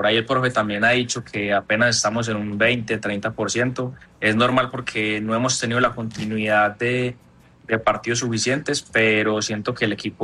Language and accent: Spanish; Medellín, Antioquia, Colombia; Paisa, paisa de Medellín.